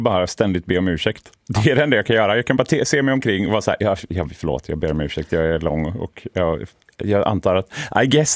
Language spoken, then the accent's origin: Swedish; Gothenburg, Västra Götaland County, Sweden; Vi är ju i min hemstad och det känns skönt på något sätt.